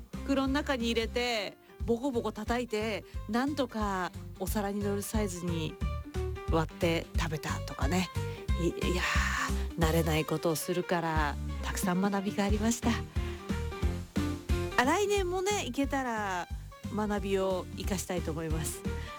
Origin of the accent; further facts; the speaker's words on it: Kanagawa, Japan; 私も神奈川県民で